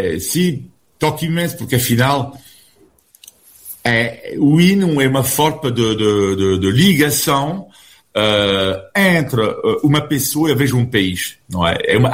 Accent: France; now in Portugal

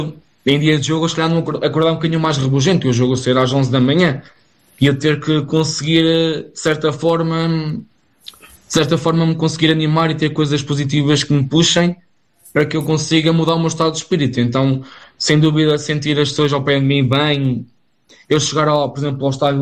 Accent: Bragança, Norte, Portugal; moved away as an adult; now in Viseu, Portugal; porque eu vim de longe, eu vim de Bragança

